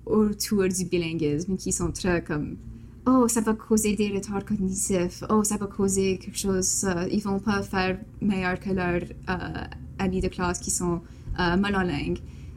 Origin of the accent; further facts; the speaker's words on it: Saint-Adolphe, Manitoba, Canada; first language French; J'ai grandi à Saint-Adolphe. Il y a une école là, mais je suis allée à Gabriel Roy pour ma pré-maternelle, à Noël Richot et comme l'étoupée pour mon éducation.